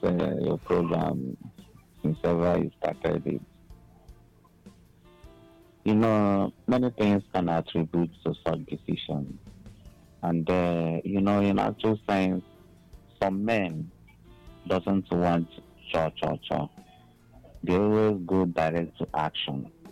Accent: Enugu, Enugu State, Nigeria; from Enugu.

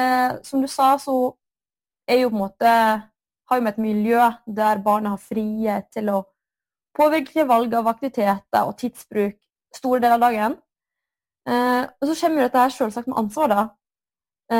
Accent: Gaupne, Vestland, Norway; moved away as an adult; now in Bergen, Norway; Jeg kommer fra Gaupne. Og bor i Bergen. Jeg flyttet til Bergen rett etter videregående.

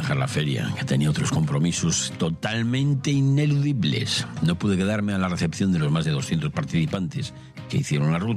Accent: Grandas de Salime, Asturias, Spain; en Grandas de Salime, en mi pueblo

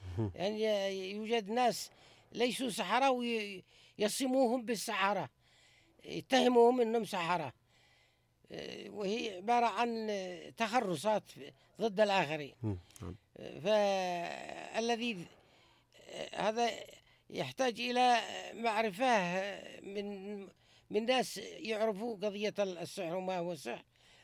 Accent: Yemen; إحنا كم في اليمن؟ إحنا 40 مليون

